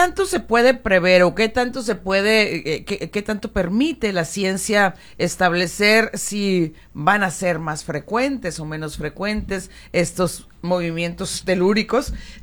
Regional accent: Granados, Sonora, Mexico; en el caso de Granados, de donde yo soy

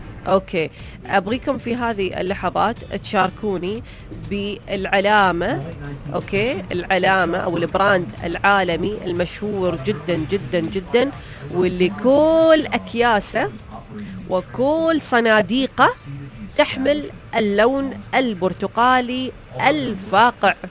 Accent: United Arab Emirates; عندنا في الإمارات

